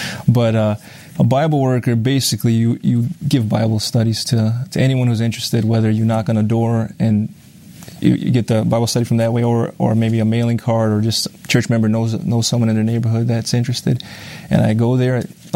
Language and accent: English; Chicago, Illinois, United States; also born or lived in Brazil; Well, I was born in Brazil, South America, and I grew up in Chicago.